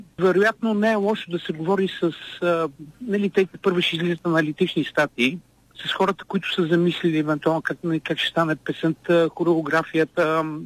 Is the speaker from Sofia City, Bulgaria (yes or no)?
yes; Sofia, Sofia City, Bulgaria; Аз съм от София, обаче Пловдив ми е така на сърцето